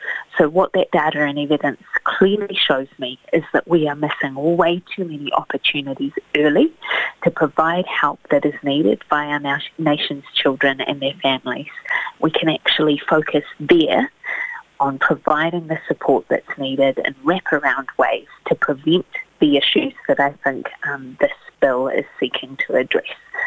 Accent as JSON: {"language": "English", "country": "New Zealand"}